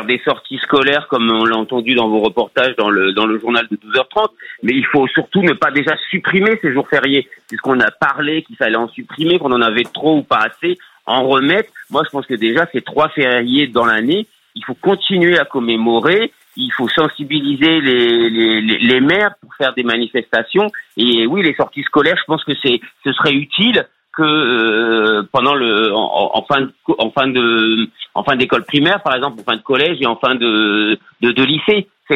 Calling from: Nice, Provence-Alpes-Côte d'Azur, France; Moi j'habite je vous appelle des Alpes-Maritimes de Nice.

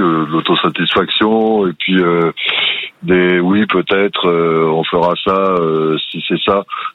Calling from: Nouvelle-Aquitaine, France; De Charente

